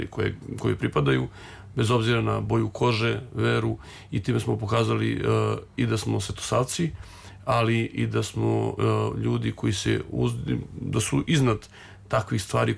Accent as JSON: {"language": "Serbian", "country": "Kosovo", "said": "u svojim izveštajima govore o nama kao kosovskim Srbima. Ja sam jednom prilikom i to javno rekao da mi smo samo Srbi."}